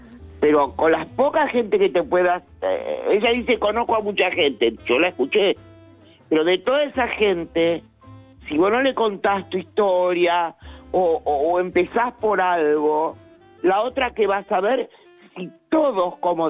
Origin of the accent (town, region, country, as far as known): San Martín, Buenos Aires Province, Argentina; also born or lived in Mar del Plata